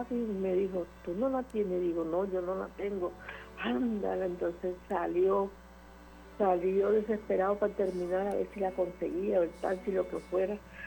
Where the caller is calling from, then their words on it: Tuluá, Valle del Cauca, Colombia; De Tuluá, Valle del Cauca.